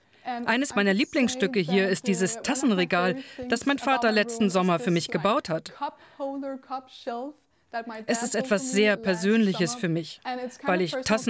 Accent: Copenhagen, Capital Region of Denmark, Denmark; German is a second language; bin 20 Jahre alt. Ich bin in Kopenhagen aufgewachsen und habe immer hier gelebt.

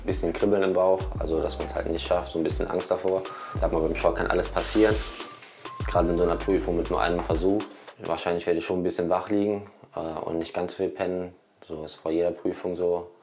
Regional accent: North Rhine-Westphalia, Germany; moved away as an adult; Also ich komme ja quasi aus der Nähe von Köln.

